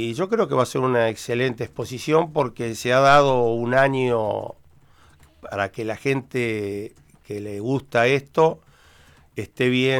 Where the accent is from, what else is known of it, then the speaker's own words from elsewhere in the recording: Bahía Blanca, Buenos Aires Province, Argentina; born there; also born or lived in La Plata; Yo nací en Bahía Blanca, estudié en La Plata y bueno, y ejercí mi profesión acá en Bahía Blanca.